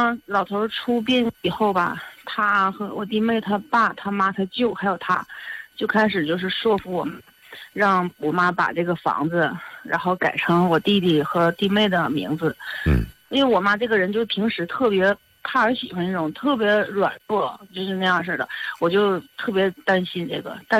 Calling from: Jilin, China; 我家是吉林这边的。

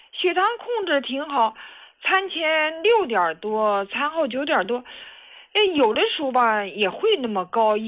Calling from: Hebei, China; 李老师，我是河北的新朋友

